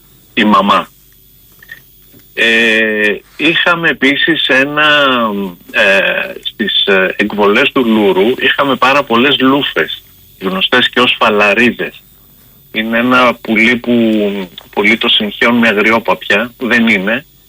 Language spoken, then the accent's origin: Greek; Preveza, Epirus, Greece; εγώ μεγάλωσα στην Πρέβεζα, όπως σου έχω πει, και η Πρέβεζα είχε ιδιαίτερους γευστικούς θησαυρούς.